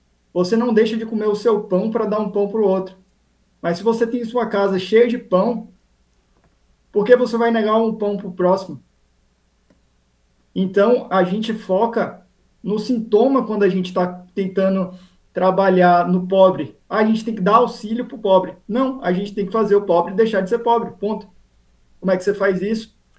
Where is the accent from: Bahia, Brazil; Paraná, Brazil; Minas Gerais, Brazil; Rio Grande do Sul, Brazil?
Bahia, Brazil; Salvador; eu sou de Salvador, Bahia.